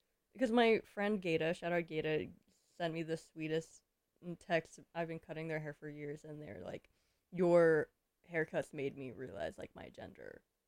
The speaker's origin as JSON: {"language": "English", "town": "Paso Robles", "region": "California", "country": "United States", "tie": "born or raised there", "moved": "yes", "lives_now": "San Francisco, United States", "said": "I came out in my hometown of Paso Robles, California."}